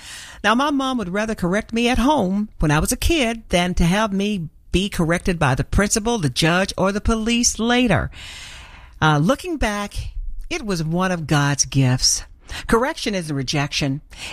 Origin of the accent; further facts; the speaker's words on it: Heath, Arkansas, United States; I remember growing up in Arkansas